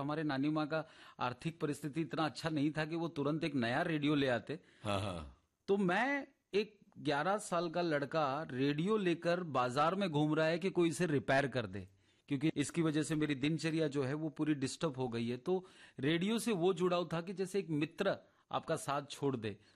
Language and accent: Hindi; Ahmedabad, Gujarat, India; वो हमारे अहमदाबाद में ही, अहमदाबाद हमारा जो एक मोहल्ला है, जो हमारा गांव है छारा नगर गांव, तो वहां पर रहते थे।